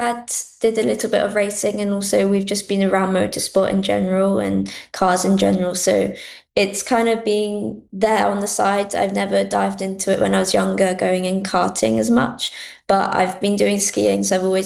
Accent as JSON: {"language": "English", "country": "United Kingdom", "said": "being a British driver"}